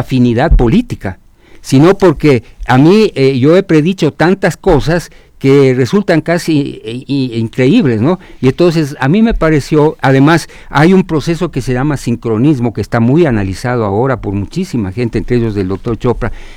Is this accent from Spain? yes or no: no; Ecuador; moved away as an adult; yo soy ecuatoriano y estoy interesado en estos temas.